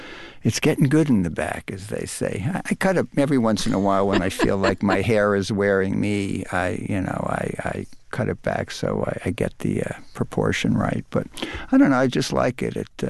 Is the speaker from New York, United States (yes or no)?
yes; Brooklyn, New York, United States; And when I was growing up in Brooklyn, I would see the older kids on the corner hitting notes, as it were, and that was the first music that touched my